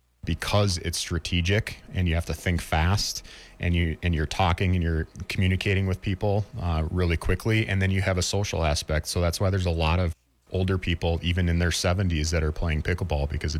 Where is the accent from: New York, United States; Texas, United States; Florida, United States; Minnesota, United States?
Minnesota, United States; Minneapolis; now in Iron Range, Minnesota, United States; And I grew up in the Twin Cities and I moved north to live up here